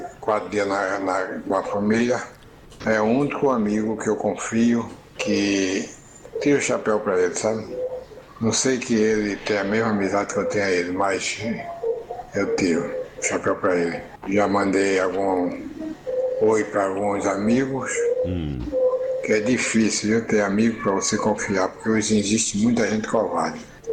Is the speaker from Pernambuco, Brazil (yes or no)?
yes; Paudalho, Pernambuco, Brazil; born there; De infância, nós nascemos em Pau d'Alho.